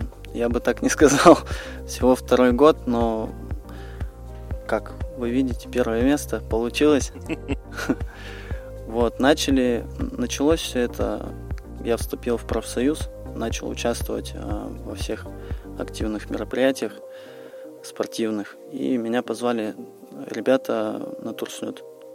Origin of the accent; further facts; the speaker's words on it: Kysyl-Syr, Sakha Republic, Russia; born there; also born or lived in Omsk; now in Mirny, Russia; Вообще, я живу в Якутии. Ну, сам родился в Якутии, в поселке Кысылсыр, Свилюйского района. Но я уезжал учиться в Омск, затем поехал в армию и после армии сюда попал.